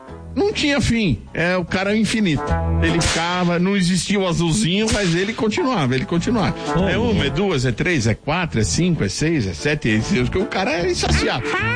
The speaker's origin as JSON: {"language": "Portuguese", "region": "São Paulo", "country": "Brazil", "said": "Eu também sou de São Paulo, capital. Maternidade São Paulo."}